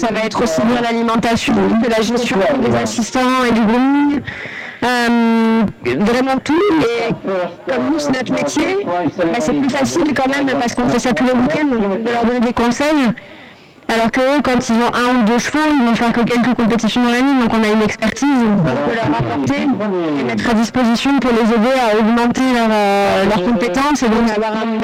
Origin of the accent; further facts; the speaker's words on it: France; moi non, je suis française